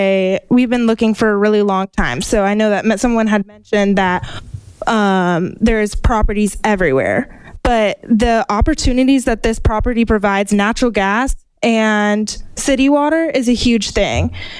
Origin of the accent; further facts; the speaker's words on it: Fairbanks, Alaska, United States; I was raised in Fairbanks. As a young woman, I want to continue building my life here.